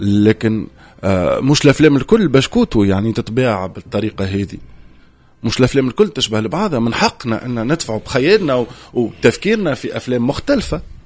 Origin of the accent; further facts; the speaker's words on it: Tunisia; moved away; احنا كشعب تونسي وكجمهور تونسي